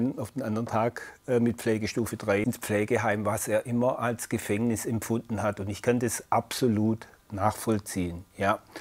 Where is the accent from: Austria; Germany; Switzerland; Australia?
Germany; Baden-Württemberg; now in Tübingen, Germany; Ich komme eigentlich aus dem Schwarzwald. Hier in Tübingen, da gefällt es mir soweit.